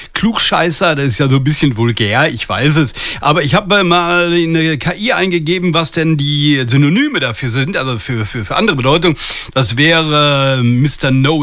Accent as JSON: {"language": "German", "region": "North Rhine-Westphalia", "country": "Germany", "tie": "born or raised there", "said": "da ich ein Kind vom Ruhrgebiet bin"}